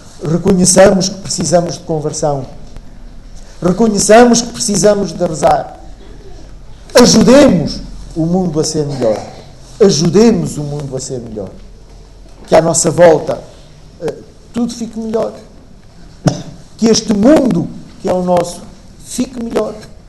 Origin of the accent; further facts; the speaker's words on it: Portugal; Porque somos portugueses